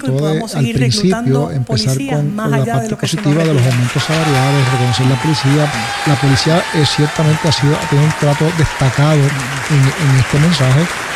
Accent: Puerto Rico; porque todos somos puertorriqueños

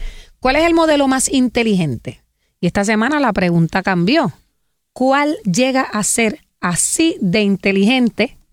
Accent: Santa Isabel, Puerto Rico; somos de Isabel todo, ¿verdad?

